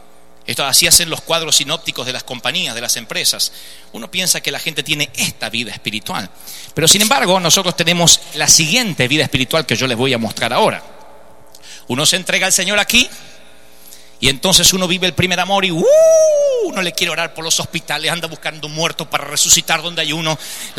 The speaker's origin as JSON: {"language": "Spanish", "country": "Argentina", "said": "yo soy argentino"}